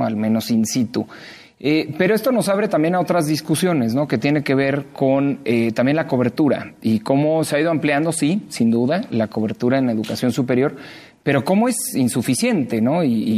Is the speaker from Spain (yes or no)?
no; Querétaro, Mexico; En el caso de mi tierra, por ejemplo, en Querétaro